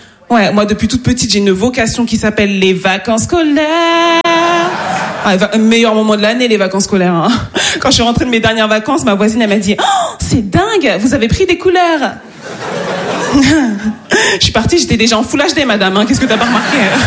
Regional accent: Île-de-France, France; born there

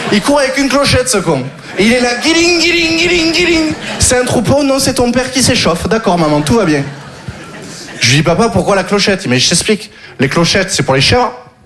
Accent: Occitanie, France; Je viens du Sud, j'ai grandi dans le Gard. Le Gard, vous connaissez?

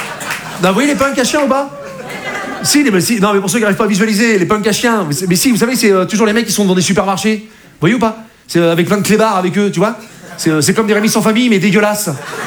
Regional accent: Rouen, Normandy, France; parce que je viens de Rouen, c'est la Normandie, c'est chez moi, voilà.

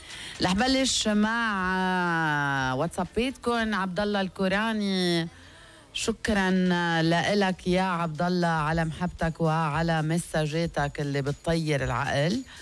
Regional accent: Lebanon; بعتقد انه نحن كشعب لبناني

